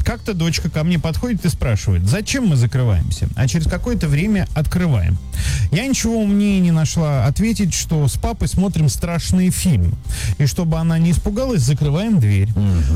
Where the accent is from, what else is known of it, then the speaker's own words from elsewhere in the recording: Bryansk, Bryansk Oblast, Russia; мы ездили там из Брянска в Курск к бабушке